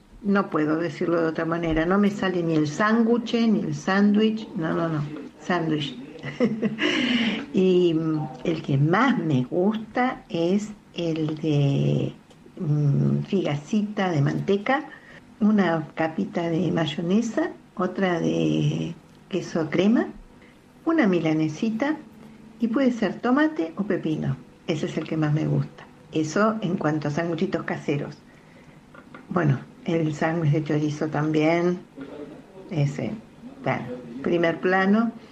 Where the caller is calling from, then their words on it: Buenos Aires, Argentina; de Devoto